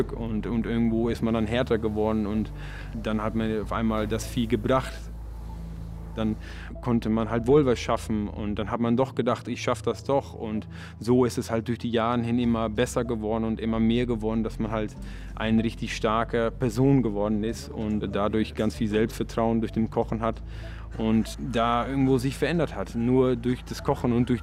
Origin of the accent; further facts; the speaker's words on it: Netherlands; German is a second language; moved away; als Kind auch immer zur Schule, 15 Kilometer hin, 15 Kilometer zurück. Das ist einfach normal in den Niederlanden.